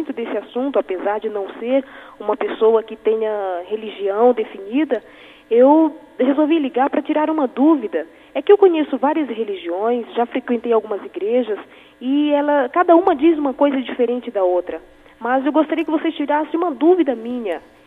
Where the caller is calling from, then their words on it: Ceará, Brazil; estou falando aqui do Ceará